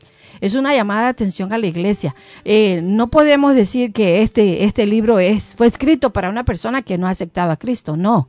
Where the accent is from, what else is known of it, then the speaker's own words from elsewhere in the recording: Tabasco, Mexico; como somos de Tabasco las dos, entonces sabemos, ¿verdad?, el lenguaje de Tabasco.